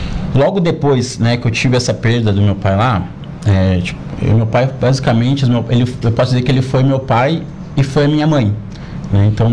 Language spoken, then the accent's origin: Portuguese; Rio Grande, Rio Grande do Sul, Brazil; moved away as an adult; also born or lived in Florianópolis; now in Araranguá, Brazil; Eu sou natural do Rio Grande, tá? Da cidade do Rio Grande mesmo, certo? Mas já estou aqui na região de Santa Catarina.